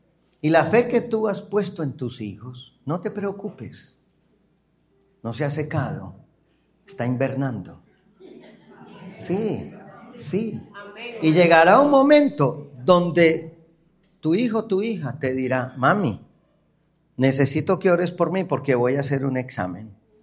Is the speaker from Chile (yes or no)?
no; Colombia